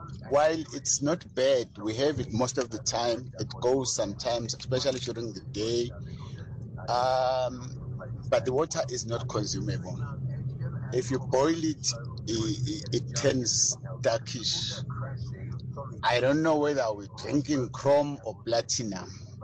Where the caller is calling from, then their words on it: Rustenburg, North West, South Africa; here in Rustenburg. I live in North